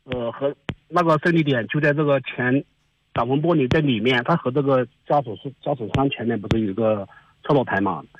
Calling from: Liupanshui, Guizhou, China; 贵州六盘水的。

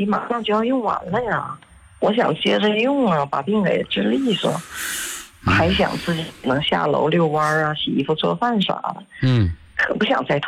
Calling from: Shenyang, Liaoning, China

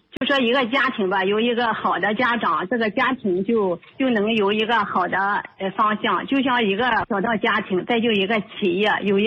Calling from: Zibo, Shandong, China; 我是来自淄博的。

